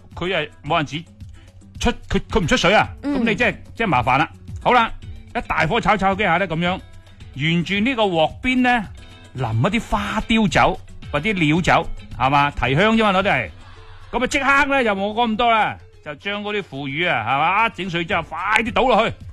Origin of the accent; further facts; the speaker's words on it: Guangdong, China; 我哋广东人炒呢啲通菜都好斯文嘅。